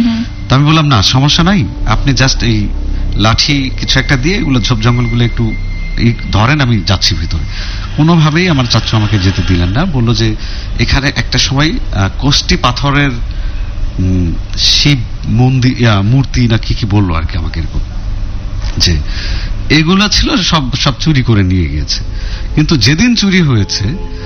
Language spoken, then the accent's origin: Bangla; Bogura, Rajshahi Division, Bangladesh; also born or lived in Naogaon; now in Dhaka, Bangladesh; বগুড়ায় আমাদের বাড়ি বাট নওগাঁতে দাদু বাড়ি, মানে আমাদের দুইটা জায়গায় বাড়ি